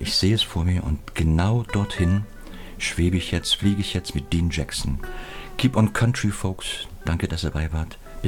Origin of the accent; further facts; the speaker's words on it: Saxony, Germany; aufstrebende, wunderschöne Felsen ja, des sächsischen Sandsteingebirges, meine Heimat.